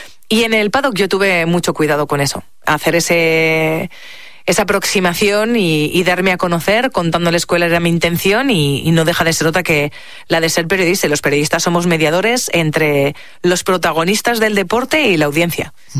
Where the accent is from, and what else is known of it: Spain